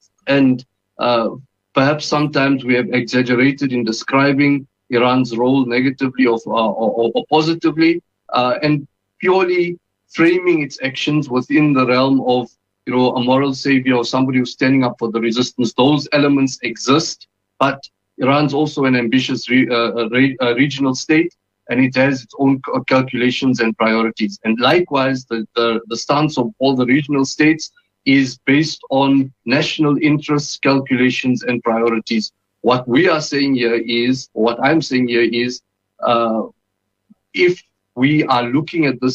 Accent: South Africa; Al-Aqsa is felt as dearly as it is to me in South Africa, as a South African Muslim

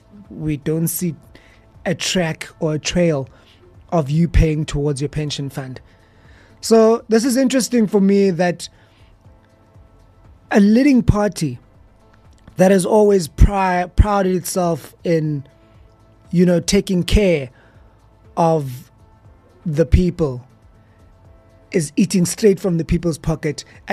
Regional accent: South Africa

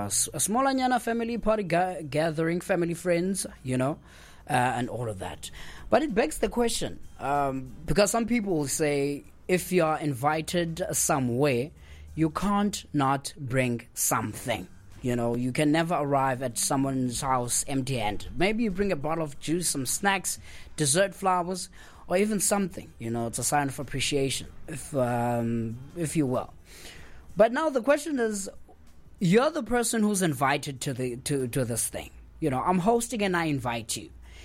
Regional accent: South Africa; We're South African.

